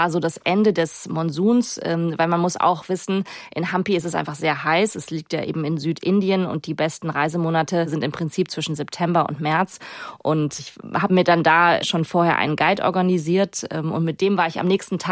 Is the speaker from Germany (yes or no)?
yes; Germany; Ja, aus Deutschland.